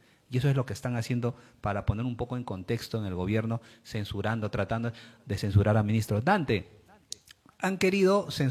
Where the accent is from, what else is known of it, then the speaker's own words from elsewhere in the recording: Peru; nos ha preocupado como peruanos